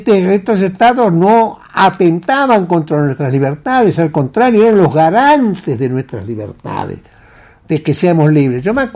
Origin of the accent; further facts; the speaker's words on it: Sunchales, Santa Fe, Argentina; moved away; cuando vivía en Sunchales, yo iba a la escuela donde éramos muy felices, con las maestras, con los chicos, donde aprendíamos el oficio de vivir. Iba a la escuela pública. Había 3 escuelas públicas en mi pueblo.